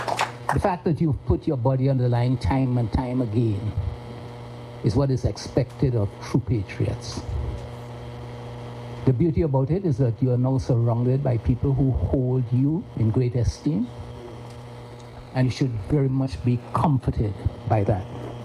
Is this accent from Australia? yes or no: no; Trinidad & Tobago; moved away; I've been in this country since 1967. I've never stopped being a Pan-Africanist. I come from Trinidad and Tobago.